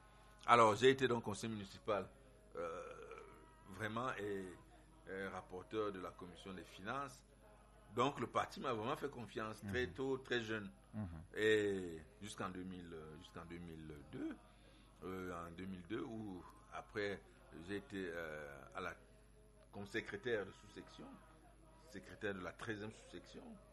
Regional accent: Maroua, Far North, Cameroon; moved away; ma mère est une femme tout pourrie donc de Maroua, où j'ai grandi à Maroua. Donc, j'ai ma famille maternelle là-bas

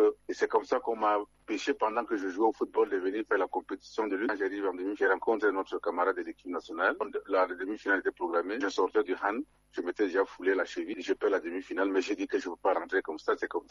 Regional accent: Yagoua, Far North, Cameroon; born there; Donc, je suis né à Yagoua.

